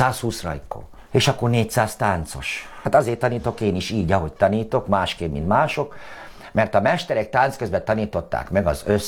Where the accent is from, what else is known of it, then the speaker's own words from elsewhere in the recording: Tápiószecső, Pest, Hungary; also born or lived in Budapest; now in Farmos, Hungary; Gyerekkorom az pedig Tápjószecsőn volt, végig ott is vannak a rokonaim, mind magyar cigányok, zenész dinasztia.